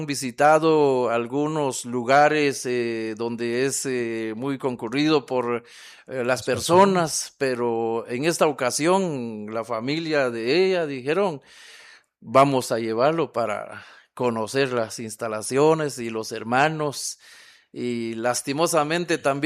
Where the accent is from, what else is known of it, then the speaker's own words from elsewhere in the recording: San Juan Ostuncalco, Quetzaltenango, Guatemala; Venimos de Aldea Las Barrancas, San Juan Ostuncalco, Quetzaltenango.